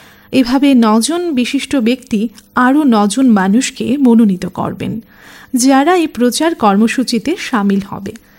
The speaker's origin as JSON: {"language": "Bangla", "country": "India", "said": "আমাদের ভারতবর্ষের প্রতিটি শহর, প্রতিটি গ্রাম, প্রতিটি এলাকা, প্রতিটি রাস্তায় ময়লা ও আবর্জনা পরিপূর্ণ রয়েছে।"}